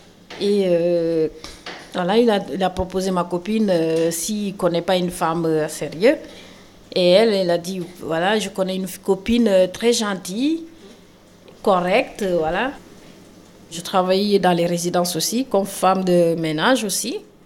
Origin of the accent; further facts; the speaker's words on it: Senegal; moved away; voilà. Et je suis sénégalaise.